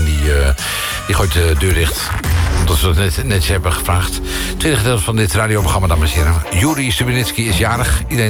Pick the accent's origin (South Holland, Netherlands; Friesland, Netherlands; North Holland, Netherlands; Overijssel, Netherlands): North Holland, Netherlands; Hilversum; accent: Hilversum dialect